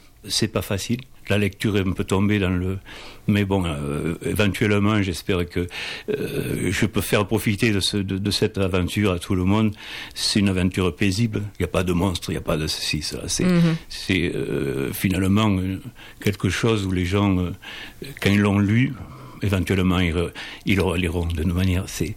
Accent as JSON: {"language": "French", "town": "Lourdes", "region": "Occitanie", "country": "France", "tie": "born there", "said": "Ah oui, oui, je suis né à Lourdes."}